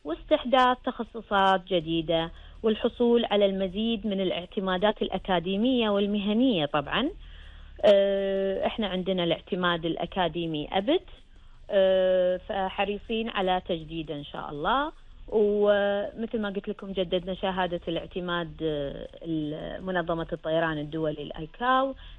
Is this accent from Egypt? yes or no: no; Kuwait; بلدنا الغالي الكويت